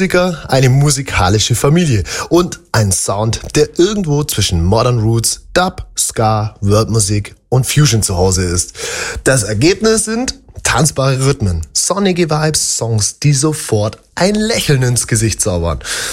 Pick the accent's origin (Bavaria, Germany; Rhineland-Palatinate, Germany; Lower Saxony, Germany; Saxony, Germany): Bavaria, Germany; Hallberg-Moos; Wir sind aus Oberbayern, wir kommen aus Hallberg-Moos.